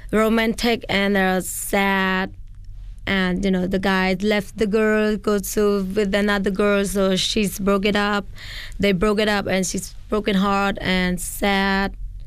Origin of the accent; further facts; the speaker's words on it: Battambang, Cambodia; born there; English is a second language; moved away; also born or lived in Thailand / Phnom Penh; Before I go to Thailand, I born in Battambang, and when I come back from Thailand, I live in Battambang. So about like 6 years, and we moved to Phnom Penh.